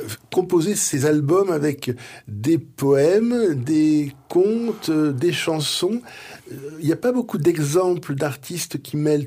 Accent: Wallonia, Belgium; Malgré tout, on est des Wallons.

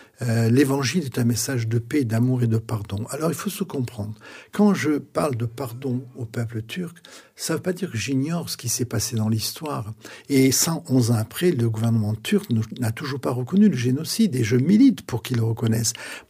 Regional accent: France; first language French; ma double identité culturelle, français d'origine arménienne

